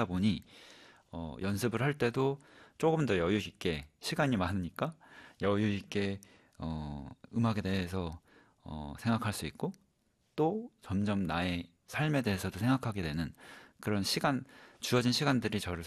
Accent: Chuncheon, Gangwon, South Korea; 저는 강원도 춘천 사람인데요.

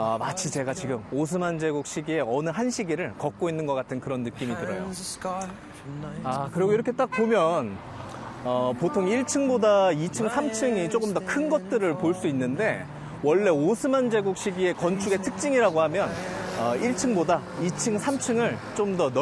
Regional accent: South Korea; 너도 여기 프린스니? 나도 한국에서 온

